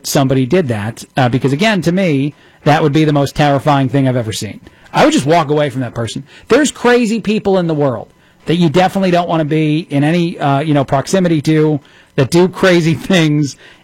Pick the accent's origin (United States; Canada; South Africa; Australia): United States; East Coast; I'm from the East Coast. That's very East Coast.